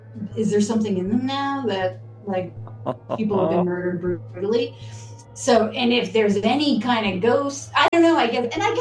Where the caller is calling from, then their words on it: Pittsburgh, Pennsylvania, United States; Pittsburgh.